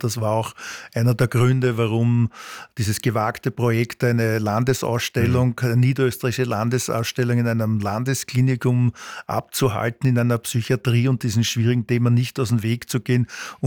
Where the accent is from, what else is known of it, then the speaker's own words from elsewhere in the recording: Vienna, Austria; ich komme aus Grinzing